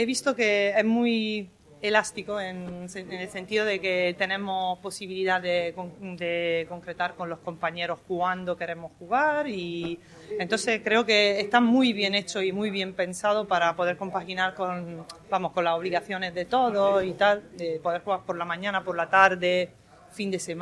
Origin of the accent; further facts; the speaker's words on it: Pescara, Abruzzo, Italy; Spanish is a second language; now in Motril, Spain; Yo soy italiana, de Pescara.